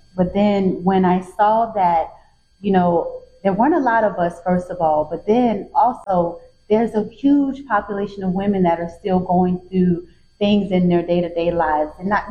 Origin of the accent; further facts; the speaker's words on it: South Carolina, United States; Growing up in South Carolina and growing up around strong women such as my grandmother and my mother.